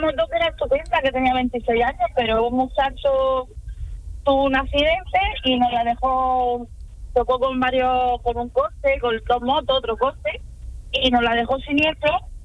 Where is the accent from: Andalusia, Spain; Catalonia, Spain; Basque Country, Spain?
Andalusia, Spain; Almería